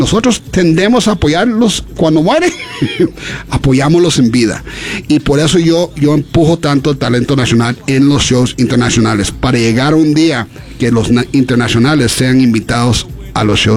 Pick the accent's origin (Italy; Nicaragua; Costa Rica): Costa Rica; para mí lo más importante es representar como embajador a Costa Rica